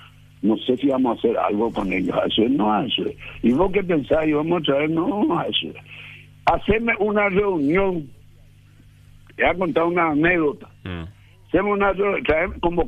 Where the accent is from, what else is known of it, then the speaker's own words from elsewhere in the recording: Paraguay; Como colorado y como más como paraguayo, como colorado.